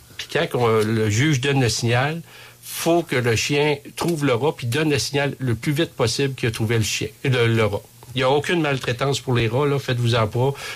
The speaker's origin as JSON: {"language": "French", "region": "Quebec", "country": "Canada", "said": "Mais nous, on est Québécois, on a transformé"}